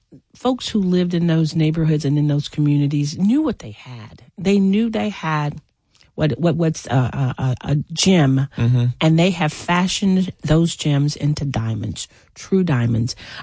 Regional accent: Nashville, Tennessee, United States; I grew up in North Nashville

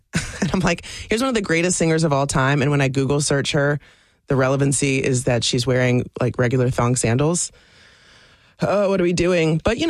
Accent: Newport, Kentucky, United States; they're in my hometown tonight, basically. Close, Newport, Kentucky, near Cincinnati, Ohio.

